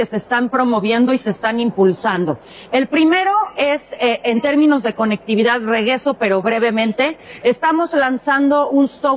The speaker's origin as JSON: {"language": "Spanish", "country": "Mexico", "said": "somos orgullosamente mexicanos y mexicanas."}